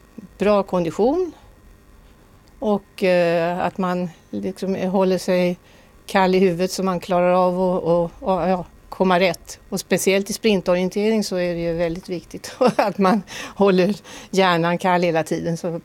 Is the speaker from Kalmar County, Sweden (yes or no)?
no; Södertälje, Stockholm County, Sweden; moved away; Och jag är uppvuxen i Södertälje, men det är 60 år sedan jag bodde där.